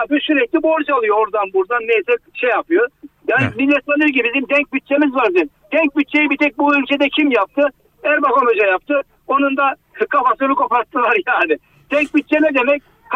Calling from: Ordu, Turkey; Ordu'dan arıyorum da.

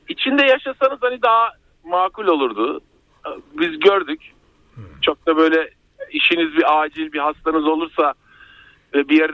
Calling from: Ankara, Turkey; Ankara'dan arıyorum hocam.

